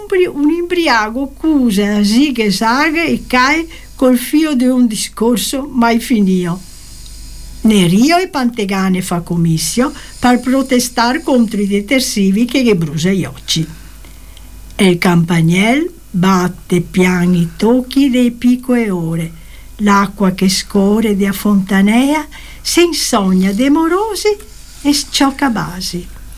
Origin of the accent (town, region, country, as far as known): Venice, Veneto, Italy; born or raised there; moved away